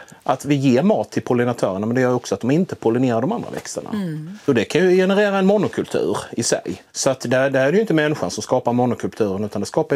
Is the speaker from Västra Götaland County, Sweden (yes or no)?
no; Blekinge, Sweden